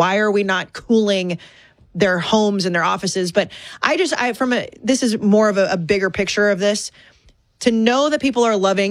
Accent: Texas, United States; I grew up in Texas, so I'm a Buc-ee's girl.

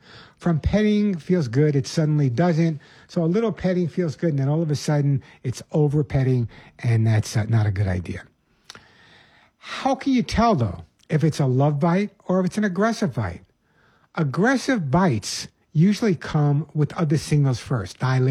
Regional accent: Oceanside, New York, United States; also born or lived in Bronx / Queens; now in Santa Monica, United States; I was born in the Bronx, grew up part of my life in Queens and Rockaway Beach, and then most of my time on Long Island in Oceanside.

